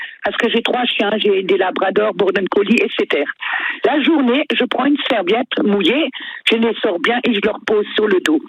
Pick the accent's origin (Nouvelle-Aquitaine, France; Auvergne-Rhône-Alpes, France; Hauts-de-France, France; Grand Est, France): Grand Est, France; Vous savez comment on dit en Alsacien chez nous?